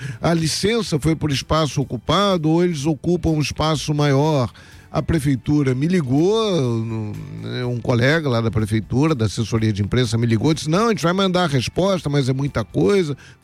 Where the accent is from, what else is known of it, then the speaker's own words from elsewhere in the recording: Rio de Janeiro, Brazil; É, como carioca, agradeço.